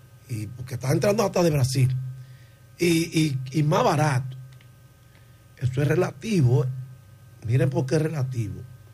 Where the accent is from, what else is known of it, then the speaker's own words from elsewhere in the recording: Dominican Republic; nosotros como dominicanos vamos a tener que tomar un poco de conciencia para que nuestros productores no desaparezcan.